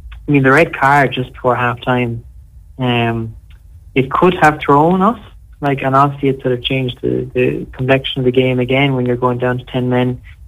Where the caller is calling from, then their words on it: Vienna, Austria; I'm ringing in from Vienna, Seamus.